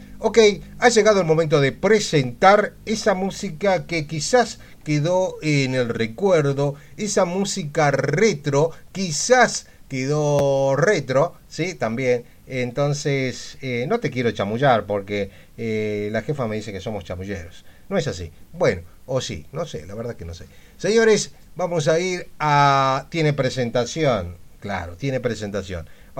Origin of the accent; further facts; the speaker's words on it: Tucumán, Argentina; aparte de ser argentinos, somos tucumanos